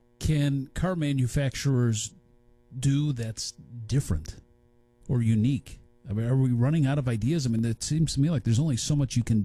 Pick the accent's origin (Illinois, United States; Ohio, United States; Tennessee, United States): Illinois, United States; Chicago; My hometown, yeah.